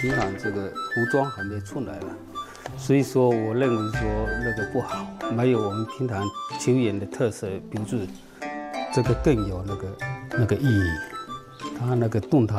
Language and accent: Chinese; Pingtan, Fujian, China; 因为我们是生在这里长在这里，他们一直以来几百年几千年以来为我们这个平潭人遮风挡雨